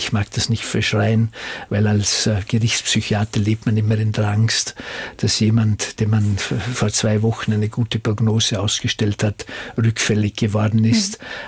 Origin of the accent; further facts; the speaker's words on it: Vorarlberg, Austria; Na, als Vorarlberger natürlich unsere Nationalspeise. Das sind Käsknöpfle, wie das heißt.